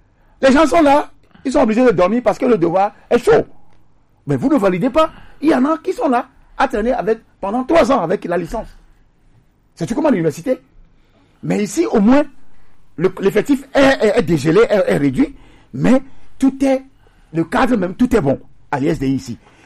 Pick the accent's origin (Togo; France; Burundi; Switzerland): Togo; c'est un problème sérieux chez nous au Togo.